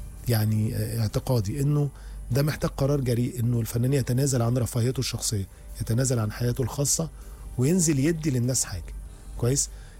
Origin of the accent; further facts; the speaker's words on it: Egypt; واحنا كمصريين بنحب الكوميديا